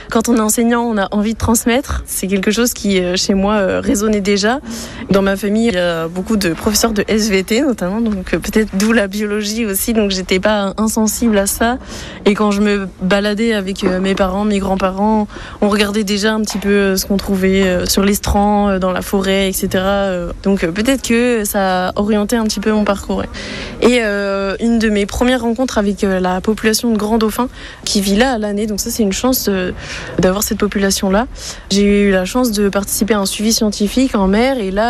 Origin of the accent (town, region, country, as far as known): Brest, Brittany, France; born or raised there